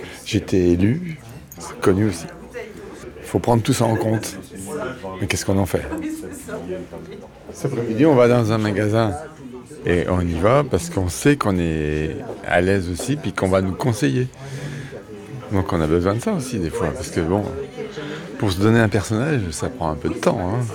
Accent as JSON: {"language": "French", "region": "Pays de la Loire", "country": "France", "said": "Moi, je suis de Vendée."}